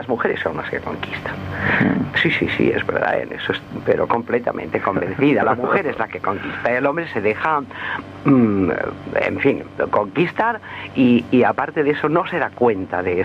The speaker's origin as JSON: {"language": "Spanish", "town": "Alcoy", "region": "Valencian Community", "country": "Spain", "tie": "born or raised there", "said": "de pequeña aquí en Alcoy no lo recuerdo tampoco, esas grandes nevadas como para eso."}